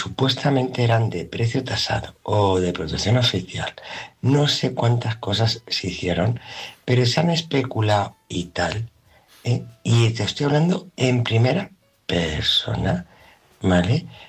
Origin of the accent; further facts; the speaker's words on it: Spain; Perdona, yo, gracias a Dios, soy española.